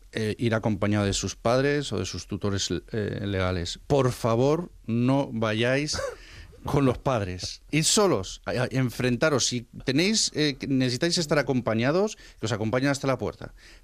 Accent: Burgos, Castile and León, Spain; now in Extremadura, Spain; Que aquí en Extremadura, yo que soy de Burgos, aquí en Extremadura se puede diferenciar muy bien, ¿no?

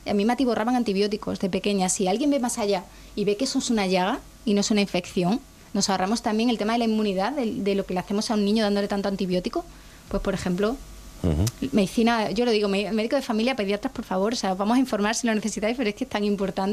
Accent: Cáceres, Extremadura, Spain; now in Mérida, Spain; yo le digo a los cuatro vientos que soy extremeña, o sea, soy de Cáceres y vivo en Mérida

